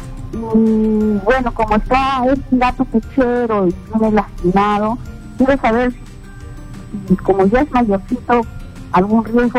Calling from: San Vicente de Cañete, Lima, Peru; Estoy llamando de Cañete

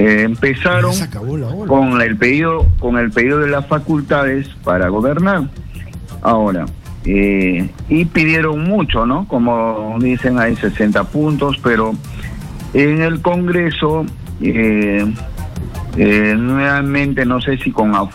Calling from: Lima, Peru; de San Juan del Urigancho.

